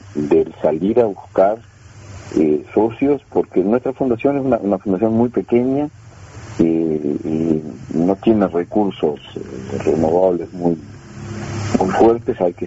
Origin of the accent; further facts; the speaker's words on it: Artigas, Uruguay; somos oriundos de Artigas y de un pueblito rural